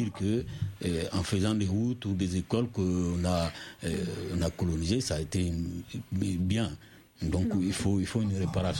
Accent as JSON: {"language": "French", "country": "Mali", "moved": "as an adult", "lives_now": "France", "said": "je fais le bac au Mali, j'ai raté."}